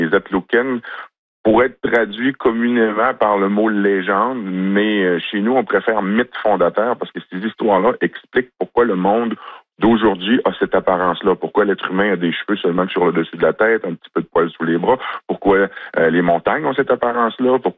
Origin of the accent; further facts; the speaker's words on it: Lac-Saint-Jean, Quebec, Canada; les gens ici aux îles, ça ressemble un peu à chez nous, au Lac-Saint-Jean.